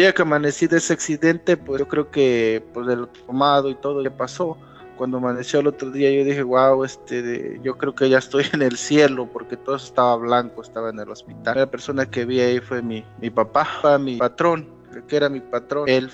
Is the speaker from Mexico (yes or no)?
yes; Mexico; now in United States; Yo, cuando me vine de México, yo dejé una novia en México. Yo le dije a la novia en México que iba a casarme. Me vine en esa promesa, una novia. Tuve aquí una amiga en Estados Unidos, en Norte Carolina.